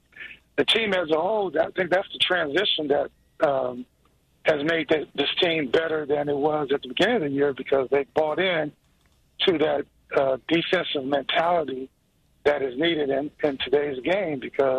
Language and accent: English; Bakersfield, California, United States; because I was at home as well, because I grew up in Bakersfield, California